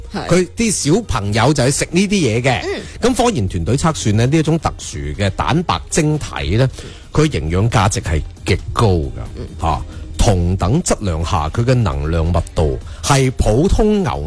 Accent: Guangdong, China; 我哋老广

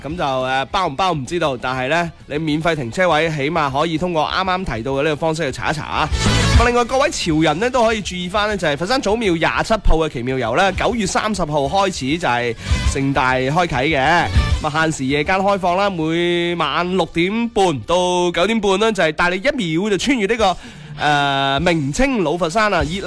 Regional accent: Guangdong, China; 我哋广东人好务实㗎

